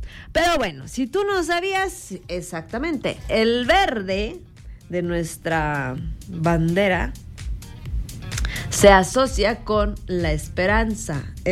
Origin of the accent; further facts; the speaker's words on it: Mexico; ¿Sí o no somos así los mexicanos?